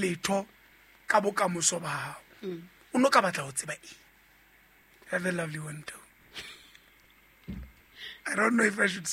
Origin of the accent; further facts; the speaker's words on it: Montreal, Quebec, Canada; How about a lot of my fellow and I'm from Montreal?